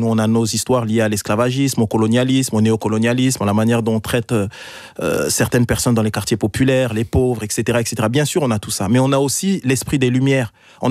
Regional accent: France; c'est en tant que Français, c'est en tant qu'Européen

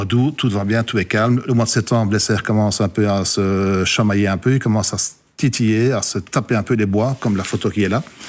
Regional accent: Rochehaut, Wallonia, Belgium; Chez nous, à Rochehaut, le cerf va sur trois semaines assaillir 30 à 40 biches, voire 50.

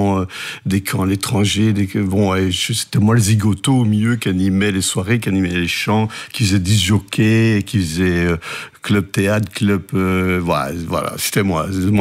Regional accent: Charleroi, Wallonia, Belgium; moved away as an adult; now in Carnières, Belgium; Je suis Carolo, mais j'habite dans la région du centre depuis 25 ans par amour. Donc j'ai émigré, j'ai fait 25 bornes, j'habite Carnières.

